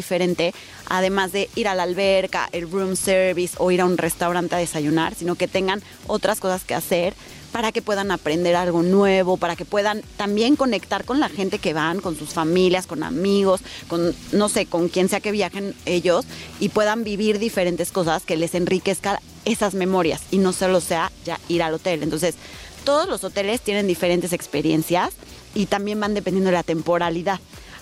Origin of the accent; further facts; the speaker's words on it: Mexico; Y creo que el Día de Muertos, además, es súper valioso porque como mexicanos nos une.